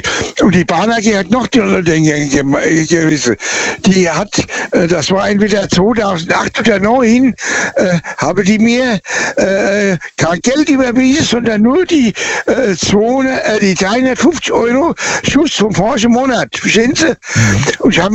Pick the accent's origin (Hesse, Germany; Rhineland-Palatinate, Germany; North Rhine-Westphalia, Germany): Rhineland-Palatinate, Germany; Birlenbach; born there; Und zwar weiß ich, wo ich geboren bin, in dem Ort Birlenbach. Das Haus, wo ich geboren bin, war sogar das Baujahr.